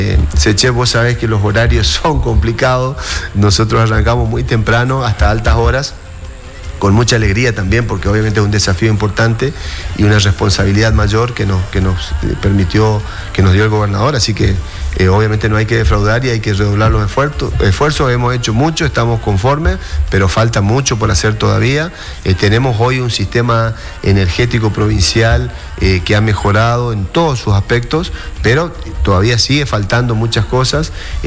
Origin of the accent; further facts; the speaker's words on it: Chaco, Argentina; Todos los que somos del interior del Chaco hemos padecido la falta de agua.